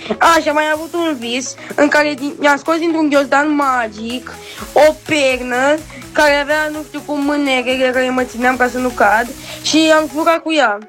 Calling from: Botoșani, Botoșani County, Romania; din Botoșani, am 10 ani

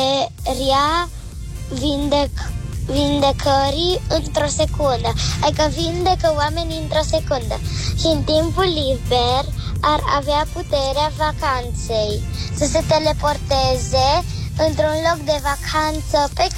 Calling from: Florești, Cluj County, Romania; din Florești. Am 8 ani

